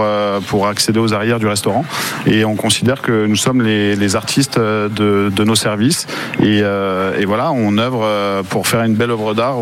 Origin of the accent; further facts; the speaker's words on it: Pays de la Loire, France; also born or lived in Paris; now in Bouches-du-Rhône, France; moi, je suis originaire de la Sarthe. J'ai fait mes armes sur Paris et j'ai décidé de vivre dans les Bouches-du-Rhône il y a une petite dizaine d'années.